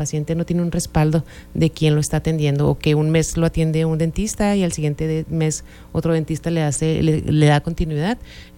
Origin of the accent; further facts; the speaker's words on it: Delicias, Chihuahua, Mexico; Así es, somos especialistas responsables, somos de aquí de Delicias, no vamos a ir.